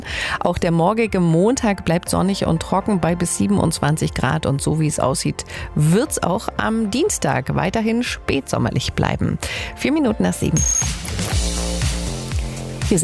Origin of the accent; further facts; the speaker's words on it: Ilmenau, Thuringia, Germany; Die ist tatsächlich auch in Ilmenau zu sehen. Dankeschön, Tom, für das Bild. Ganz liebe Grüße in meine alte Heimat.